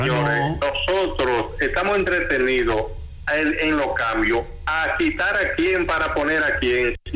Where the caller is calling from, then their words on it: Santo Domingo, Dominican Republic; de Loma Mella.